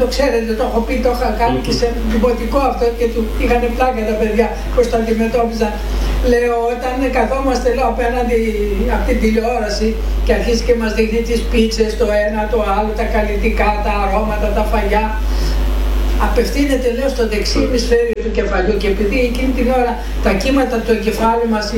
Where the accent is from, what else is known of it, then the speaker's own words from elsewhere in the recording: Greece; also born or lived in United States; Είμαστε Έλληνες.